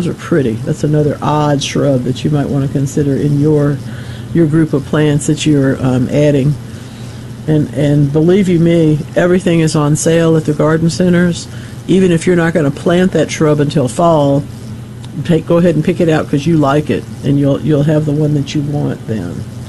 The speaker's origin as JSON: {"language": "English", "town": "Gulfport", "region": "Mississippi", "country": "United States", "tie": "born or raised there", "said": "I grew up in Gulfport. You know, they were practically tall as the house."}